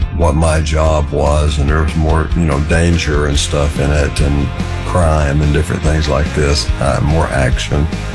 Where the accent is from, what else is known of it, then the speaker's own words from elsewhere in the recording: Houston, Texas, United States; now in Los Angeles, United States; I've been out here most of my life, but I came here from Houston